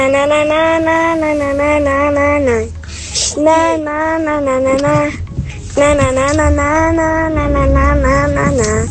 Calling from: Bucharest, Romania; din București.

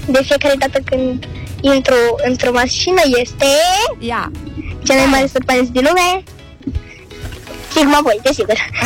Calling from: Iași, Iași County, Romania; din Iași, am 7 ani.

